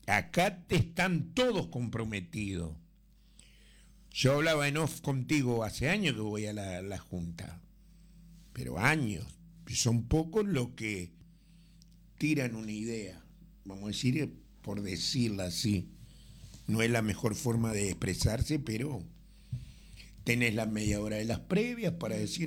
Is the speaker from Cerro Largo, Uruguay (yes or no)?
no; Salto, Uruguay; Y soy salteño, no soy contra los salteños. No, soy salteño.